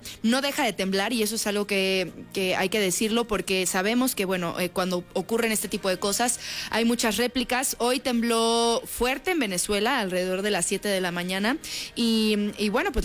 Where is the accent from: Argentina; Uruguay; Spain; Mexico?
Mexico; como mexicanos lo sabemos muy bien